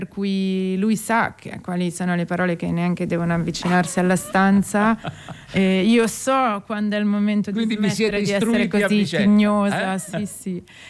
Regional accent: Milan, Lombardy, Italy; Ah, ma certo, però sono milanese, quindi questa cosa lombarda del lavoro, sodo, del balaura, questo c'è proprio, ce l'ho dentro radicato.

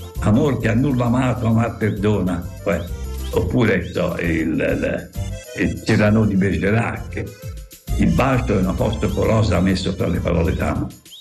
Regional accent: Livorno, Tuscany, Italy; a me che sono livornese, ma è pur provenendo da famiglia di operai

